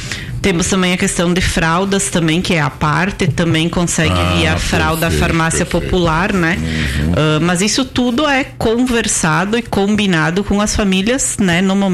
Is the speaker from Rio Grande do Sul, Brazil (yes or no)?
yes; Veranópolis, Rio Grande do Sul, Brazil; now in Vila Flores, Brazil; Eu sou natural de Veranópolis e moro em Vila Flores